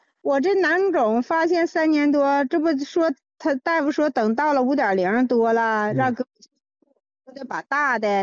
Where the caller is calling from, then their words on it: Jilin, China; 我是吉林的。